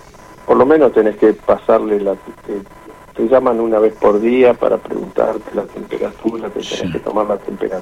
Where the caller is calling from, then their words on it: Carmen de Areco, Buenos Aires Province, Argentina; Carmen de Areco